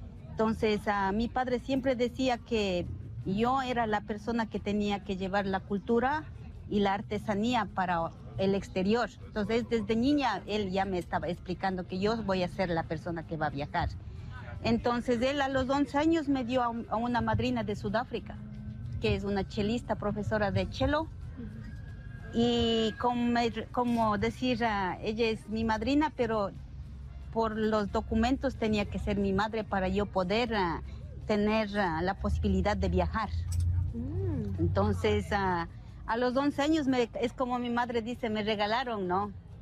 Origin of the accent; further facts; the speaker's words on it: Peguche, Imbabura, Ecuador; now in New Zealand; siento bien orgullosa de ser una chica quechua hablante. Vivo 30 años en Nueva Zelanda. Mis padres son, yo soy originalmente de Peguche, como dicen, la Peguchetía.